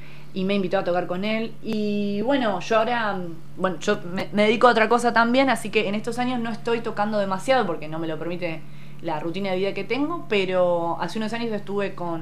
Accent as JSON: {"language": "Spanish", "town": "Magdalena", "region": "Buenos Aires Province", "country": "Argentina", "said": "nosotros, bueno, somos de Magdalena"}